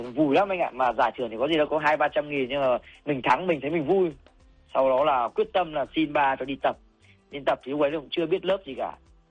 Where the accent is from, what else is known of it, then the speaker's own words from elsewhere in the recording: Triều Khúc, Hanoi, Vietnam; lần đầu tiên đó chính là quê hương em cũng là cái nôi sinh ra võ thuật cổ truyền